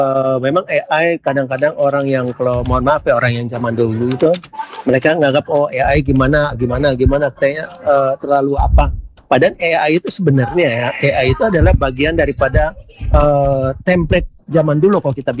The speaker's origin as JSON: {"language": "Indonesian", "town": "Manado", "region": "North Sulawesi", "country": "Indonesia", "said": "Iya, betul. Kita dari Manado."}